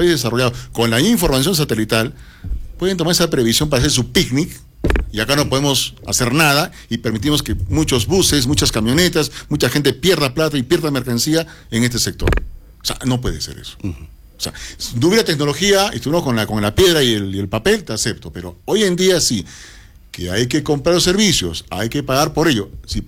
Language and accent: Spanish; Arequipa, Peru; O no soy arequipeño, pues. ¿De dónde soy, no? ¿Dónde viví? ¿Dónde nací? ¿Dónde me he criado? No se necesita nacer en Arequipa para amar esta tierra.